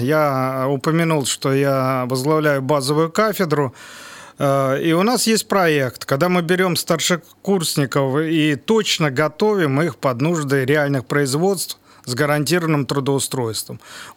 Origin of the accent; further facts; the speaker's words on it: Bryansk, Bryansk Oblast, Russia; Я коренной брянец, родился в городе Брянске, вырос. Соответственно, окончил наш Брянский технический университет